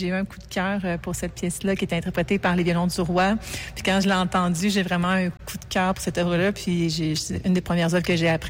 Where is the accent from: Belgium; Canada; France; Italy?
Canada; Chibougamau, Quebec; born there; now in Quebec City, Canada; Moi, je suis née à Chibougamau. Je me suis promenée un petit peu partout, là.